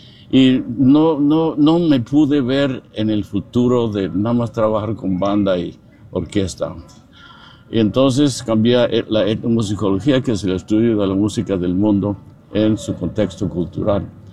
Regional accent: Bakersfield, California, United States; also born or lived in Oakland / Arroyo Grande; Y por eso nací en Oakland. Pero eventualmente, después de vivir un rato en Arroyo Grande, en la costa de California Central, nos establecimos en Bakersfield. Yo tenía como 5 años.

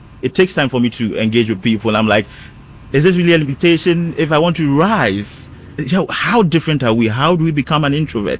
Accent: Volta, Ghana; now in Accra, Ghana

